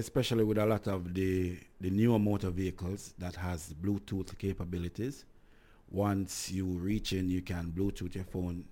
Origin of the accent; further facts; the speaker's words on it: Jamaica; but I'm a Jamaican